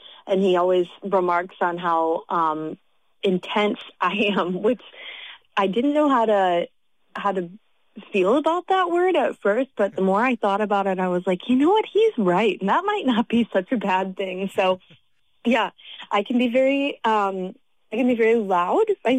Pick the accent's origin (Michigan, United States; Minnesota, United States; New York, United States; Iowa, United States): Michigan, United States; So I grew up in Leelanau County with parents and family that really appreciate folk music, folk and roots music.